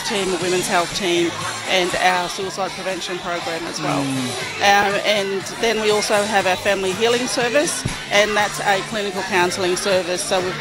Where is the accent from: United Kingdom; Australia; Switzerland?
Australia; Gladstone, Queensland; I'm from Boyili Mob down in Gladstone in central Queensland.